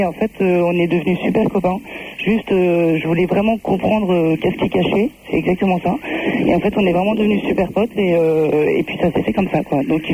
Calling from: Paris, Île-de-France, France; Ouais, je suis de Paris.

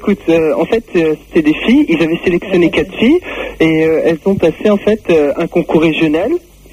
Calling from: Lille, Hauts-de-France, France; Moi, je te jure, je suis à Lille, quoi.

